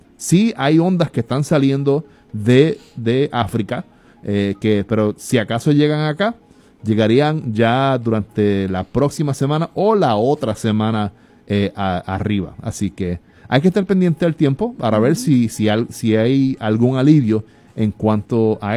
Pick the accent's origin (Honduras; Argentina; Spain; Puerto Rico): Puerto Rico; como somos territorio estadounidense